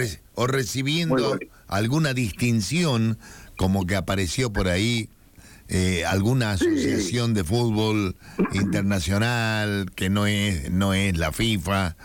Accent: Argentina

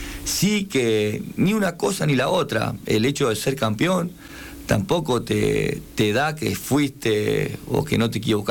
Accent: Ciudad Evita, Buenos Aires, Argentina; also born or lived in San Rafael, Mendoza / Mendoza; now in San Juan, Argentina; nací en Ciudadela. Ajá. Pero me crié en Ciudad Vita, para el lado de Ezeiza.

